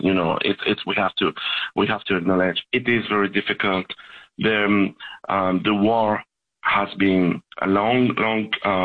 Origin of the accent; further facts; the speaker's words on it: France; moved away as an adult; now in Israel; I was born and raised in France, and all of a sudden with my wife, we decided to move to Israel. We had no Hebrew, nothing, no connection.